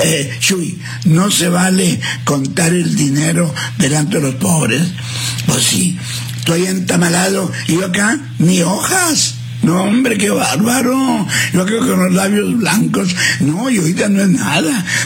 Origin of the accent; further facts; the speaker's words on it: Monclova, Coahuila, Mexico; moved away; yo soy de Monclova, yo soy de Monclova.